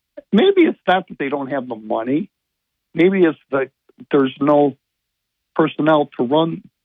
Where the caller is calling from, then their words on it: New York, United States; from Stanglebridge.